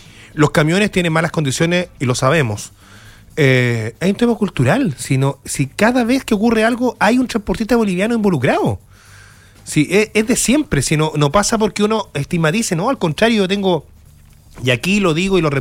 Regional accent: Chile; nosotros como chilenos

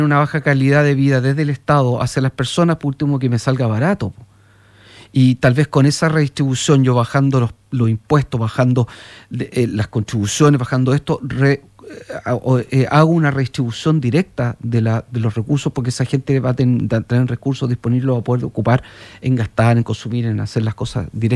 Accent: Chile; hemos hecho esta región chilena y la hemos educado y criado como chilena

